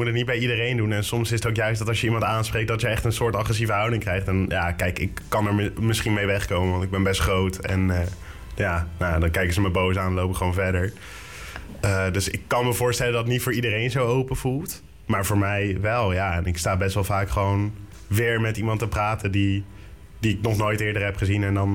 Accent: The Hague, South Holland, Netherlands; now in Laak, The Hague, Netherlands; ik heb toen hier in Laak gewoond. Ik ben opgegroeid in Ypenburg.

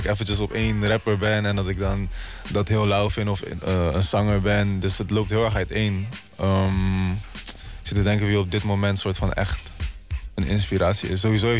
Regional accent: The Hague, South Holland, Netherlands; Ik kom zelf uit Laak.

